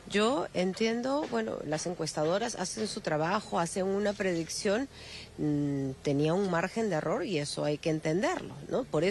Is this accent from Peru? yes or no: yes; Peru; nuestro país está fragmentado